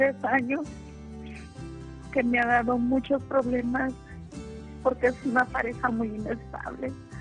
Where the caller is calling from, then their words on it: Celaya, Guanajuato, Mexico; De Celaya, Guanajuato.